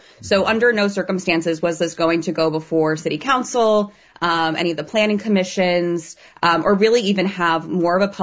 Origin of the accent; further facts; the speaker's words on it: Gilroy, California, United States; I mean, I grew up in Gilroy. I went to Gilroy High School and was a part of leadership